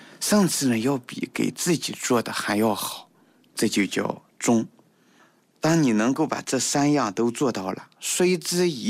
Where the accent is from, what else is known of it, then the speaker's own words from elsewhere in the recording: China; 所以就说我们中国人的素质低，有这样子一种说法。